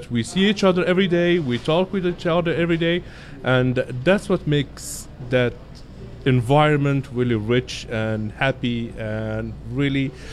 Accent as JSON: {"language": "English", "country": "Morocco", "moved": "yes", "lives_now": "Canada", "said": "because I'm from Morocco, and we are a country, let's say a touristic country"}